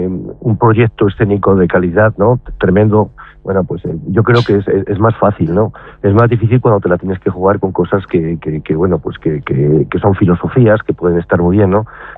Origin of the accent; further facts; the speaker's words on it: Burgos, Castile and León, Spain; todos tenemos que sentirnos muy orgullosos como castellanos y también como principalmente los burgaleses